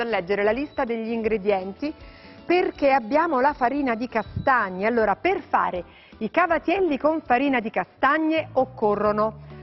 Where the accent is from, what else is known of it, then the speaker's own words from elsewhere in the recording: Campania, Italy; come si dice dalle parti nostre, Cilento, Campania, scusate, ma qua trionfano le mie radici e sono orgogliosissima.